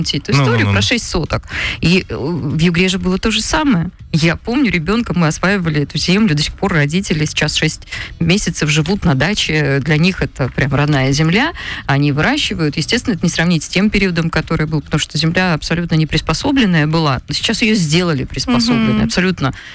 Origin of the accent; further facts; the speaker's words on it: Nefteyugansk, Khanty-Mansi Autonomous Okrug, Russia; я родилась в Нефтеюганске. Эта территория в Среднем Приобье единственная, отрезанная водой со всех сторон. Мы до 1984 года жили без мостов.